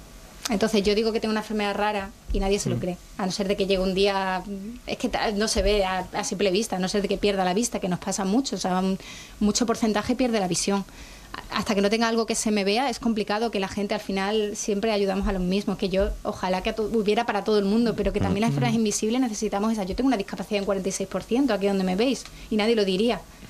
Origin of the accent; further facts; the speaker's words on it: Cáceres, Extremadura, Spain; now in Mérida, Spain; yo le digo a los cuatro vientos que soy extremeña, o sea, soy de Cáceres y vivo en Mérida